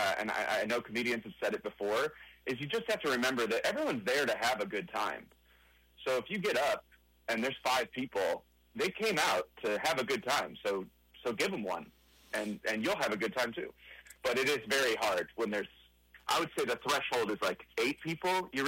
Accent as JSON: {"language": "English", "region": "Ohio", "country": "United States", "said": "I'm from Ohio"}